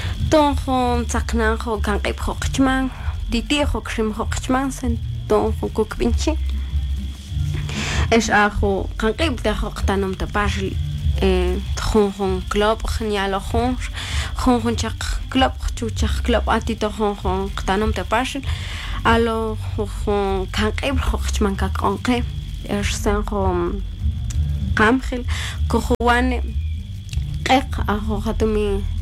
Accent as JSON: {"language": "Spanish", "town": "Huitán", "region": "Quetzaltenango", "country": "Guatemala", "said": "más orgullosa que nunca de ser huitaneca de corazón y de ser guatemalteca"}